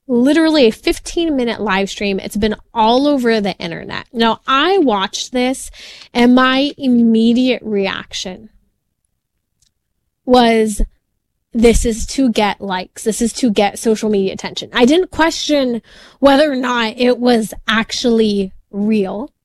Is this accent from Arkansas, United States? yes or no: no; California, United States; And, we have my home state of California where it's been sitting on the desk of Governor Gavin Newsom